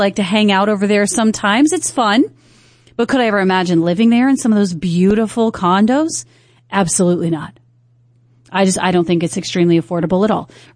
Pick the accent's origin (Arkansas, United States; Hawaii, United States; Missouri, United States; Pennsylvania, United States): Hawaii, United States; Makakilo